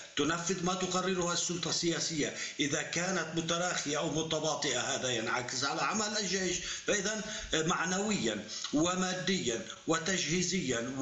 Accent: Lebanon; نحن كلبنانيين

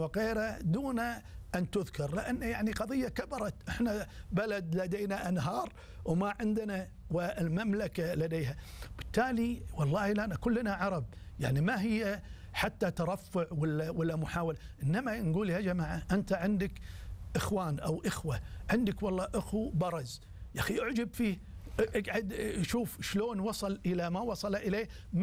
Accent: Kuwait; احنا الكويت

